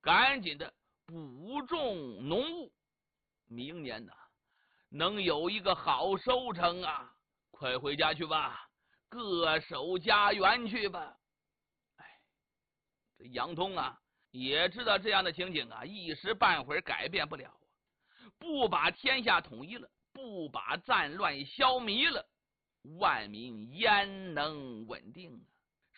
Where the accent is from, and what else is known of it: China